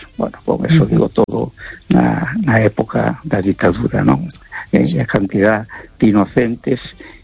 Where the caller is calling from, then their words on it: A Coruña, Galicia, Spain; Hola, buenas noches, Esther. … de Coruña.